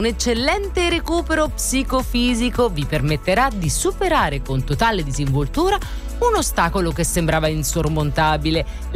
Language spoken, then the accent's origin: Italian; Rome, Lazio, Italy; Sono romana, ogni tanto quella è Z.